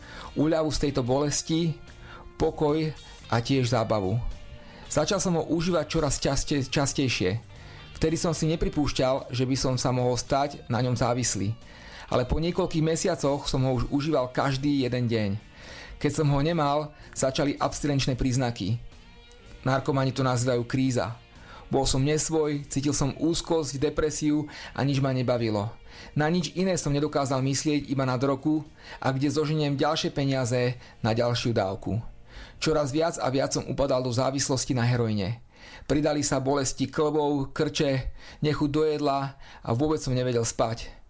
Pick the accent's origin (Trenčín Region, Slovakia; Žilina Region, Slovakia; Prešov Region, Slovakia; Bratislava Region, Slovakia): Bratislava Region, Slovakia; Bratislava; born there; a mám 38 rokov. Narodil som sa v Bratislave.